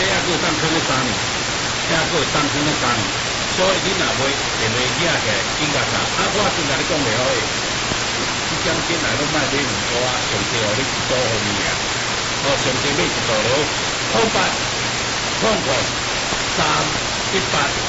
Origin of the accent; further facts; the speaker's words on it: Fujian, China; 我是闽南人